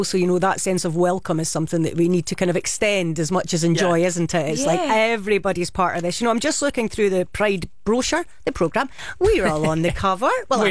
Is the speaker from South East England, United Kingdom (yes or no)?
no; Stirling, Scotland, United Kingdom; moved away as an adult; also born or lived in London; I grew up in Stirling. I live back here. I've lived in London for a long time. I've been in loads of other places, but it's so fab to be back home.